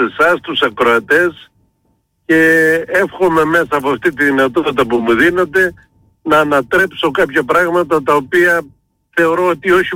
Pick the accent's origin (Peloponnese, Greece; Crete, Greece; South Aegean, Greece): Crete, Greece; Hersonissos